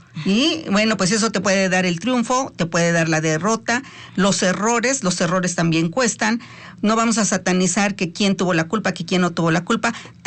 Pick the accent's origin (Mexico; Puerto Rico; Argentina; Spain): Mexico; lo tienen que digerir como los mexicanos que pensamos con muchos